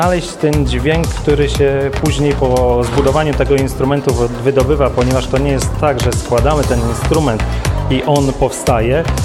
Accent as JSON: {"language": "Polish", "town": "Będzin", "region": "Silesian Voivodeship", "country": "Poland", "said": "z Będzina."}